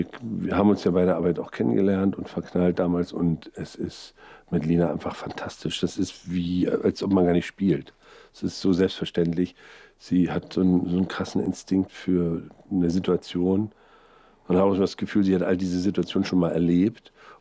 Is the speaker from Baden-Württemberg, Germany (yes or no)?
no; Mecklenburg-Vorpommern, Germany; Ich komme ja aus dem Süden von Mecklenburg.